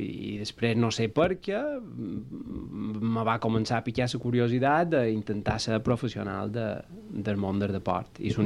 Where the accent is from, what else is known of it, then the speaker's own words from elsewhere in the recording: Sant Llorenç des Cardassar, Balearic Islands, Spain; som de Sant Llorenç, vaig fer la meva infància a Sant Llorenç